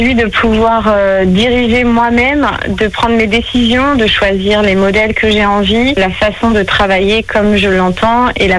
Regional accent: Pays de la Loire, France; je suis originaire de Saint-Jean-d'Assier et aussi de Beaumont, que je suis très proche, où j'ai fait toute mon enfance sur Saint-James et sur Beaumont.

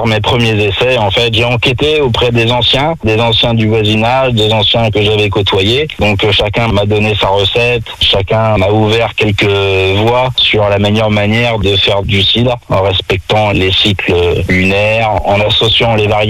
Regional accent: Nogent-le-Bernard, Pays de la Loire, France; j'ai passé une bonne partie de mon enfance dans la Sarthe, à Nogent-le-Bernard, où mon père a repris une ferme au début des années 90

